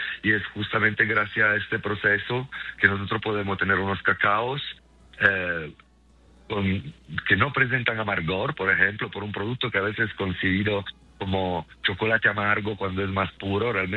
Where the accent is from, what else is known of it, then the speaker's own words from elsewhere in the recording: Italy; Spanish is a second language; yo llego del mundo de la gastronomía, obviamente, pues por el acento, ¿no? Soy italiano